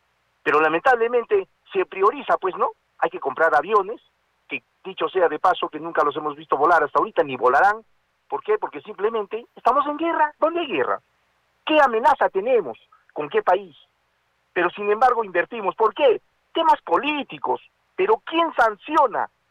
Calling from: Peru; yo como peruano

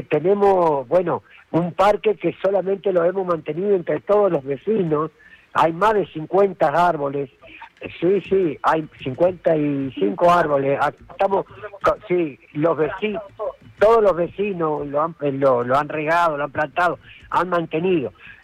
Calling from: Arequipa, Peru; Somos vecinos de Caima aquí, del Comité 14 de Buenos Aires

